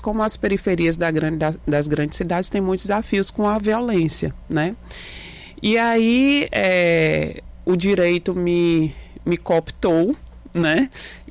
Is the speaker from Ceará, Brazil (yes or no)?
yes; Fortaleza, Ceará, Brazil